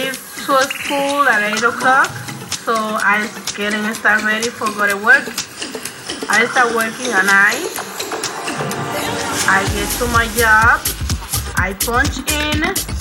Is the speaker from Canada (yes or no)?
no; Dominican Republic; English is a second language; moved away; I am from the Dominican Republic.